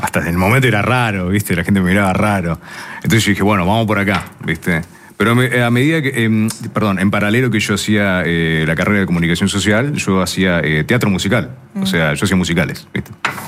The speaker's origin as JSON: {"language": "Spanish", "region": "Tierra del Fuego", "country": "Argentina", "moved": "yes", "said": "orgulloso que me conozcan en mi tierra también"}